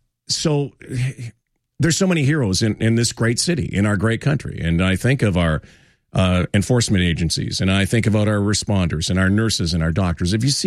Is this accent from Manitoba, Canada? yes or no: yes; Winnipeg, Manitoba, Canada; now in Toronto, Canada; growing up in Manitoba and a Ukrainian family, we celebrated Ukrainian Christmas.